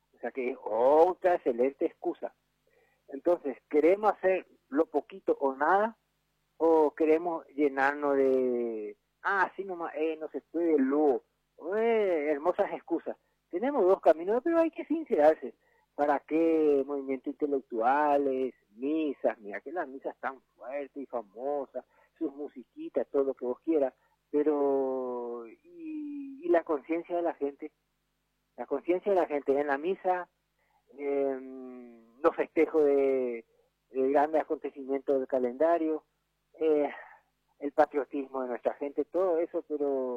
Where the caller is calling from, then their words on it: Paraguay; Somos sencillos paraguayitos.